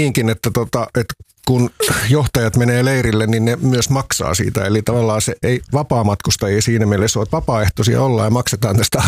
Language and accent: Finnish; Vantaa, Uusimaa, Finland; also born or lived in Helsinki; me muutettiin aikoinaan Lauttasaaresta Tikkurilaan ja siellä huudettiin Joppeja pihalla